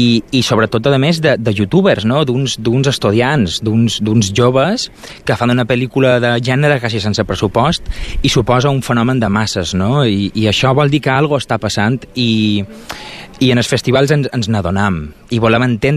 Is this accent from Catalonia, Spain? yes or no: no; Palma, Balearic Islands, Spain; jo som de Palma de Mallorca i sempre he tingut aquesta vocació cap a cinema, no?